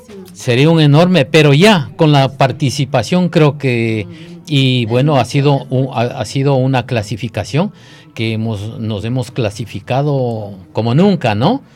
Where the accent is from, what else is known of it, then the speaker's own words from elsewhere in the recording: Ecuador; nosotros como ecuatorianos, no, como latinos, porque nuestro país